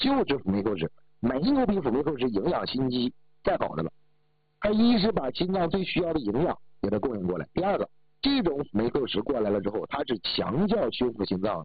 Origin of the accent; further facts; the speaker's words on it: Northeast China, China; accent: Northeastern Mandarin; 年轻人咱们东北话来说，我老说东北话叫穷吃赞喝啊